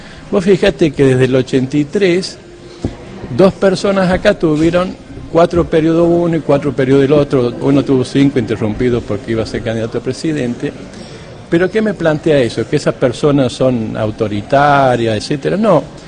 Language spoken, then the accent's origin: Spanish; Argentina; Yo creo que el problema que tenemos como argentinos, los problemas fundamentales, es la falta de formación de dirigente.